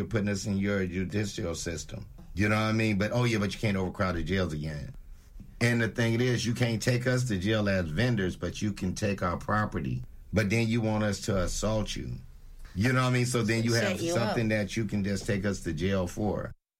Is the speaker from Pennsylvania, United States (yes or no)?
no; San Francisco, California, United States; also born or lived in Stone City; I'm born and raised in San Francisco, Hunters Point. And then, you know, and I was raised over in Stone City as well.